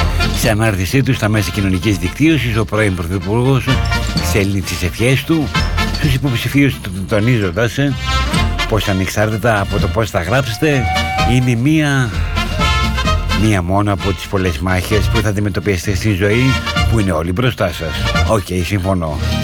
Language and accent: Greek; Thessaloniki, Central Macedonia, Greece; είμαι από τη Θεσσαλονίκη και μ' αρέσει.